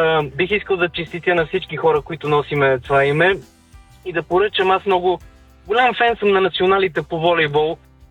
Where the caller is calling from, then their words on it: Sofia, Sofia City, Bulgaria; съм от София, разнасям храна.